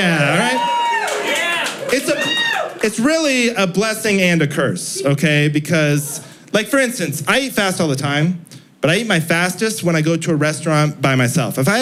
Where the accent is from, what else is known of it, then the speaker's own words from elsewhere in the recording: Seattle, Washington, United States; growing up in Seattle